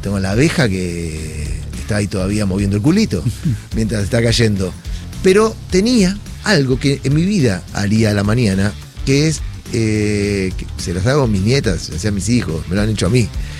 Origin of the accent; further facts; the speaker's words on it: Argentina; Y después porque somos argentinos.